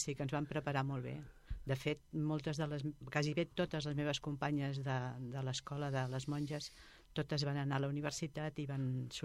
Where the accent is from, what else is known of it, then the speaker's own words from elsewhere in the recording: Cunit, Catalonia, Spain; jo vaig néixer aquí al carrer Nou, que és el carrer ara Francesc Macià, aquí a la cantonada on hi ha la botiga del Tunic, de Tunic o Tinuc, i aquí vam néixer tota la família.